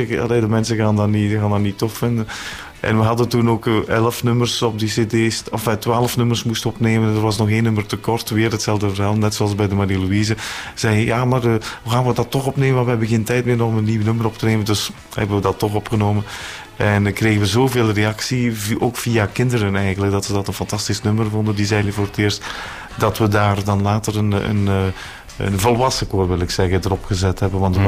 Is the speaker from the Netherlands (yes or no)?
no; Flanders, Belgium; we zijn Vlamingen